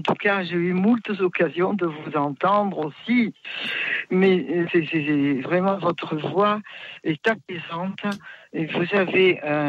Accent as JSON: {"language": "French", "town": "Poitiers", "region": "Nouvelle-Aquitaine", "country": "France", "tie": "born or raised there", "lives_now": "Marseille, France", "said": "Je suis native de Poitiers."}